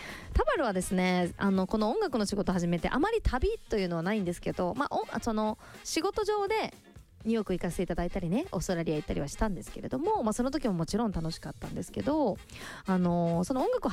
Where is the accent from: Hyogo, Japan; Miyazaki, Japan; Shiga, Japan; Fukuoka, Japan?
Miyazaki, Japan; なんか私九州宮崎の出身なんで、やっぱこう海岸線ってすごくなんかこう心地いいというか、まあ、見慣れてる景色だったりするんだけど